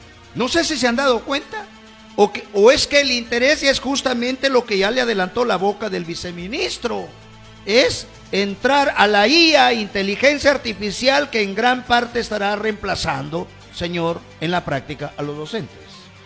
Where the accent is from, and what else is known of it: Peru